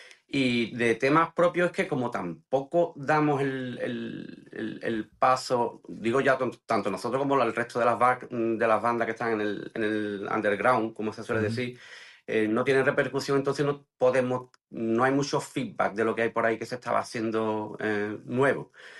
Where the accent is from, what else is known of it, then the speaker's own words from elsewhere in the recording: Jerez, Andalusia, Spain; De Jerez, de Jerez